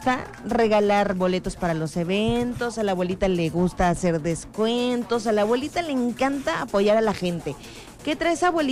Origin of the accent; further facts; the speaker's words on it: Mexico; gracias a Dios todo el año somos mexicanos.